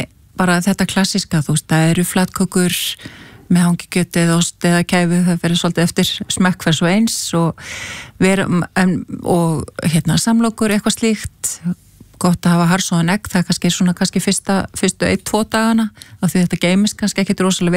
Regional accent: Mosfellsbær, Capital Region, Iceland; þá var ég að stýra svona verkefni upp í Mosfellsbæ, mínum heimabæ heilsueflandi samfélag

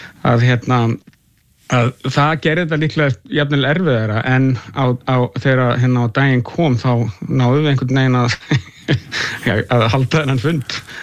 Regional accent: Reykjavík, Capital Region, Iceland; born or raised there

